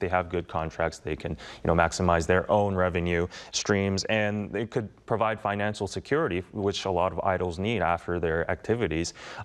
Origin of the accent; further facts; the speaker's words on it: Busan, South Korea; as it's my hometown